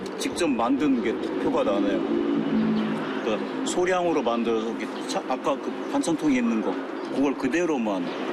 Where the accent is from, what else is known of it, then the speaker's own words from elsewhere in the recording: South Korea; Chinese is a second language; 我们是从韩国来的。